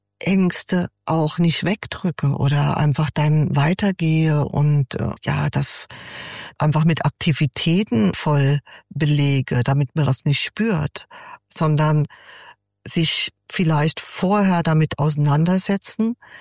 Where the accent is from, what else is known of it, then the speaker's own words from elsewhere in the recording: Frankfurt, Hesse, Germany; now in Bonn, Germany; ich komme jetzt aus Deutschland. Ich komme aus Hessen, ursprünglich aus Frankfurt. Und jetzt wohne ich in Bonn, im Rheinland.